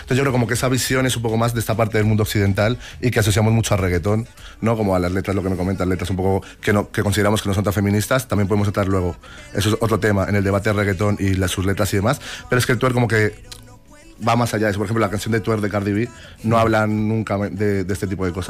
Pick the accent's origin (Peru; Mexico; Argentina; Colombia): Colombia; now in Madrid, Spain; Sí, soy colombiano.